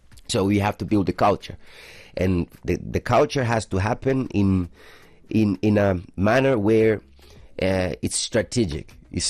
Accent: Tanzania; now in Oman; growing up in Tanzania.

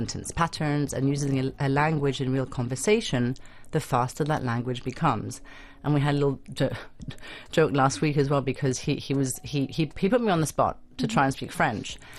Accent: England, United Kingdom; now in Oman; I'm obviously English. However, I don't speak Arabic, unfortunately.

